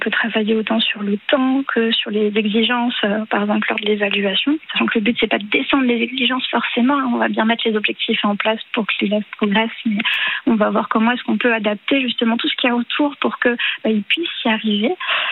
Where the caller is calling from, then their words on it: Grand Est, France; Alors moi, je suis de Moselle, donc dans le Grand Est.